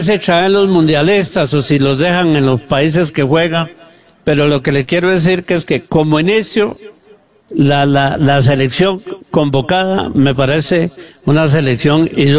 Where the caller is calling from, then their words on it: Costa Rica; como costarricenses